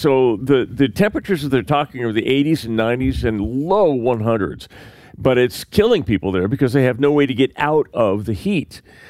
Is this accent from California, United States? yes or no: yes; California, United States; We had no AC growing up in California on the coast.